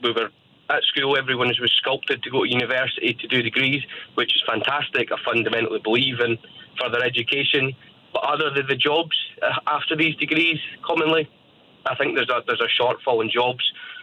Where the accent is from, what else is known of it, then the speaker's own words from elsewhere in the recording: St Andrews, Scotland, United Kingdom; now in London, United Kingdom; I grew up in St Andrews, which is obviously university town. There's a lot of money in there.